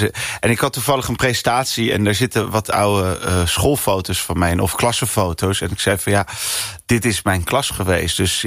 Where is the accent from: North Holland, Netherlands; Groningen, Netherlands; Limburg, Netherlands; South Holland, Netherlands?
South Holland, Netherlands; Rotterdam; Ja, ik ben een Rotterdammer. Ja, is bij Zalmplaat, is op Rotterdam-Zuid.